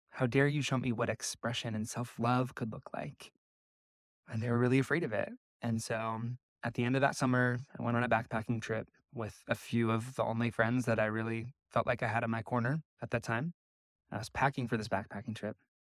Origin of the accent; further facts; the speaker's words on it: Nebraska, United States; born or raised there; moved away